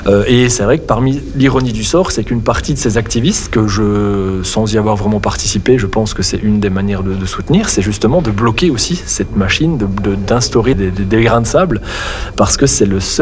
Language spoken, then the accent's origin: French; Belgium; moi je suis belge, mais on le voit en Belgique